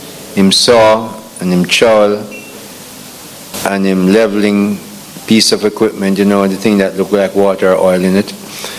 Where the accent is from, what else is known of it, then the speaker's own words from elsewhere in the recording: Saint Elizabeth, Jamaica; because I'm from St. Elizabeth